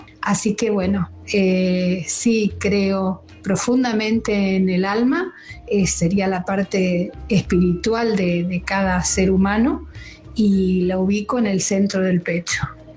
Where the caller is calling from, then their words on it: San Rafael, Mendoza, Argentina; de San Rafael, Mendoza.